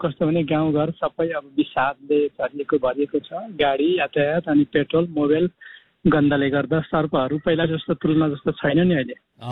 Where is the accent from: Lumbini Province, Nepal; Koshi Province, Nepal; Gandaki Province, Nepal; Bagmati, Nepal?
Koshi Province, Nepal; Urlabari; born there; सीमा क्षेत्र, इन्डियाको सीमा क्षेत्र, त्यसैले एकदम सुन्दर छ, राम्रो छ। अब उर्लाबारीतिर, यमजीकोतिर, मेरो गाउँतिर